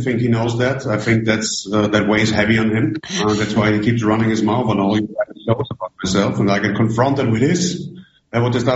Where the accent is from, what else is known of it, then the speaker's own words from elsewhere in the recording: Austria; I grew up in Austria, which is just right next door. I'm a proud European